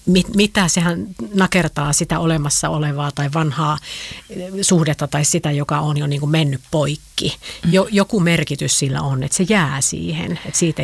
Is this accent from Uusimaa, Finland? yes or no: no; Varkaus, North Savo, Finland; olen itse Savosta kotoisin. Eli olen Varkaudesta kotoisin.